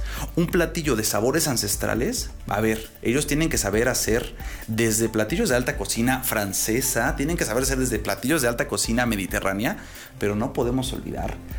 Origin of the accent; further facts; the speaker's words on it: Mexico City, Mexico; yo como chilango